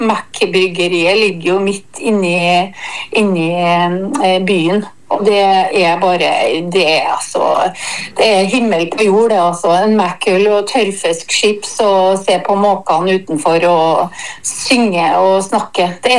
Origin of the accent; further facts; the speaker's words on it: Trøndelag, Norway; jeg er trønder.